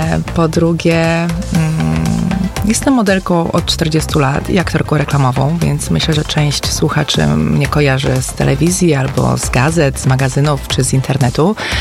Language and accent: Polish; Augustów, Podlaskie Voivodeship, Poland; now in Iława, Poland; ja nie jestem rodowitą iławianką.